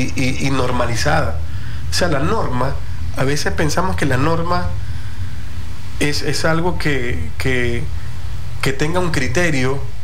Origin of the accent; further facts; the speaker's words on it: Venezuela; nosotros como venezolanos